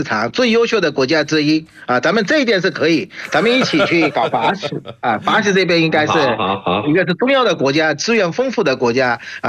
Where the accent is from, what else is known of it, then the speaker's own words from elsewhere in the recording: Bangladesh; Chinese is a second language; 我是来自于孟加拉国的